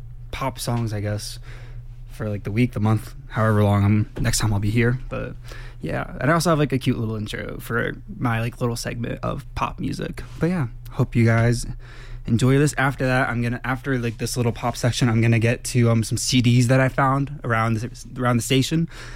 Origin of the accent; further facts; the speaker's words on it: New Jersey, United States; I was born and raised, I'm from New Jersey